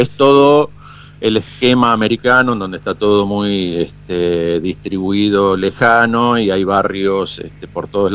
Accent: Rosario, Santa Fe, Argentina; now in Kansas City, United States; Nosotros en la oficina somos tres rosarinos

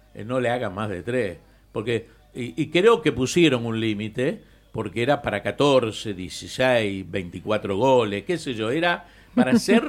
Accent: Argentina

